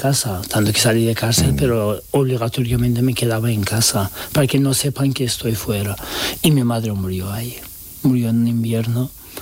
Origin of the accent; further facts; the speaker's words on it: Turkey; Spanish is a second language; now in Spain; soy turco y podía pasar más fácil que los otros muchos, pero de igual forma molestaban mucho y querían deportarme a Irán. Que una persona de repente, como un ángel, llevó y me ayudó a venirme a España.